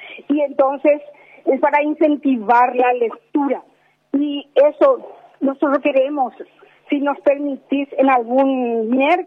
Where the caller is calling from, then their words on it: Paraguay; todos los paraguayos